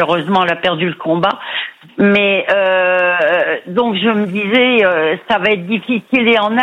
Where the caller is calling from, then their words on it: Lingolsheim, Grand Est, France; De Lindolsheim. C'est l'Eurométropole de Strasbourg.